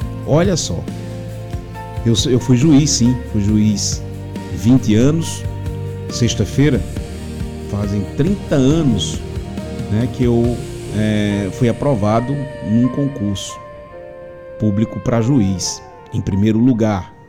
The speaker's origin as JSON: {"language": "Portuguese", "region": "Paraíba", "country": "Brazil", "said": "Uns 6 meses depois, abri um concurso de juiz na Paraíba, a minha terra, que eu tanto amo."}